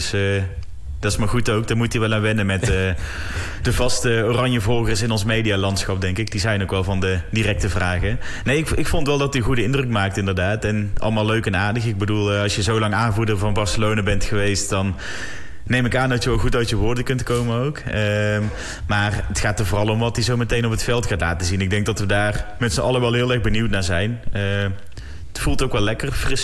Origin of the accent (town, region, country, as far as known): Netherlands